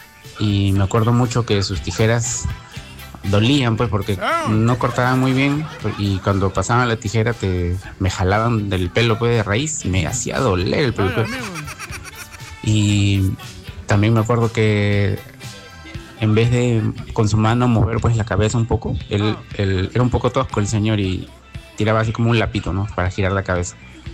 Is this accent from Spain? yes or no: no; Ica, Peru; born there; Yo me acuerdo cuando era niño que en Ica